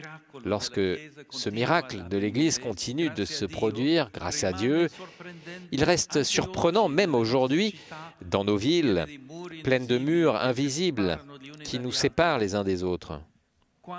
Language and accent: French; Paternò, Sicily, Italy; j'ai 22 ans et je viens de Paterno, un petit village de Sicile.